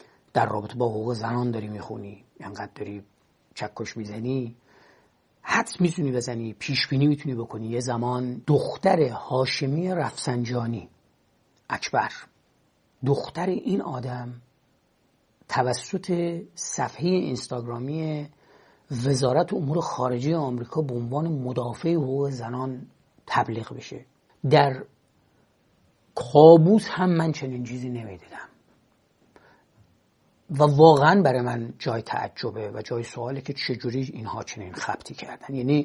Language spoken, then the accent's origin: Persian; Iran